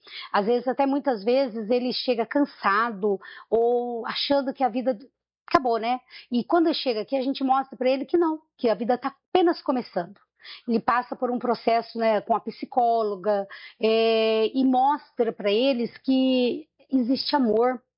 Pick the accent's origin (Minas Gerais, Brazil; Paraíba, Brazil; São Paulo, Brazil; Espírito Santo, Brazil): São Paulo, Brazil; Jacareí; moved away as an adult; now in Águas, Brazil; eu não sou daqui de Águas, eu sou de Jacareí, né? Eu sou de Jacareí. Eu cheguei aqui em 95 para 96. Eu chegando aqui, eu cheguei em maio